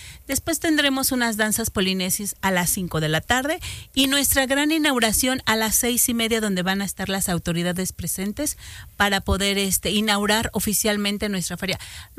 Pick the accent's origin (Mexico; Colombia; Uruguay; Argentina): Mexico; Queremos resaltar mucho la identidad como mexicanos